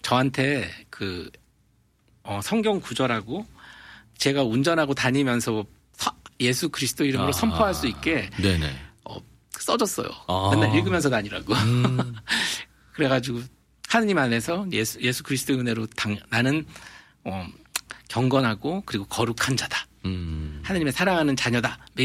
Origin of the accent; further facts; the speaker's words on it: South Korea; moved away as an adult; now in United States; 한국에서는 좀 되게 보호된 분위기에서 컸습니다.